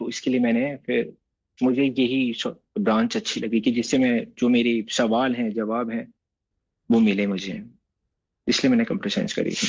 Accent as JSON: {"language": "Hindi", "town": "Jaipur", "region": "Rajasthan", "country": "India", "tie": "born or raised there", "also_born_or_lived": "Guwahati / Ranikhet", "said": "जैसे मेरा home town Jaipur है, बट मेरा बॉर्न गुवाहाटी में हुआ"}